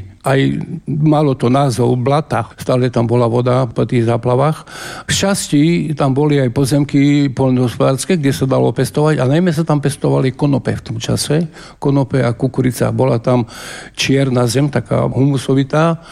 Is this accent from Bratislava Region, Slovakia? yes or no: no; Zalužice, Košice Region, Slovakia; odtiaľ pochádzam ja zo Zalužic